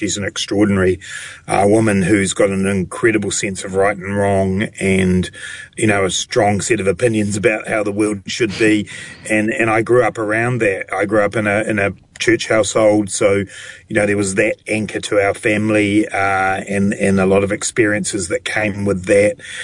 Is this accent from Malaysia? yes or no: no; Dunedin, Otago, New Zealand; for me, and indeed for my brothers, the growing up in Dunedin in the 80s